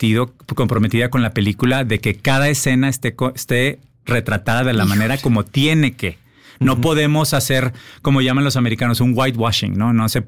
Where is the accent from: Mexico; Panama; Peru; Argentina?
Mexico; now in United States; también soy un mexicano que vive en Estados Unidos.